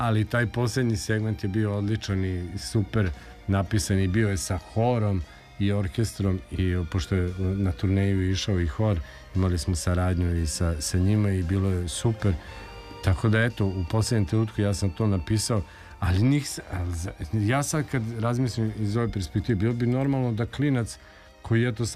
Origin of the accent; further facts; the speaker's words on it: Sremska Mitrovica, Vojvodina, Serbia; taj prvi koncert najvažniji je bio u pozorištu Dobrica Milutinović u Sremskoj Mitrovici u mom gradu, odakle sam ja.